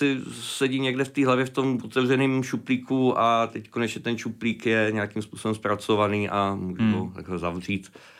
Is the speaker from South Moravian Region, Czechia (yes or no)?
no; Heřmanův Městec, Pardubice Region, Czechia; ve východních Čechách, kde máme oba dva vlastně původní rodiště. Já jsem z Chrudimi, vlastně z Hermanova městce.